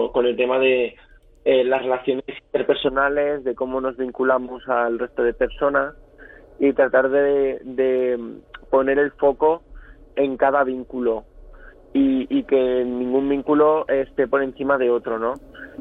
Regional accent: Buñol, Valencian Community, Spain; la comarca de mi pueblo pues se llama La Olla de Buñol.

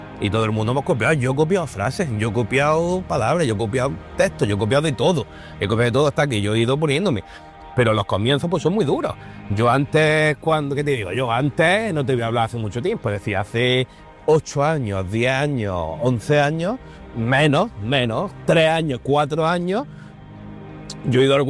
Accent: Almería, Andalusia, Spain; es que soy yo muy de Almería.

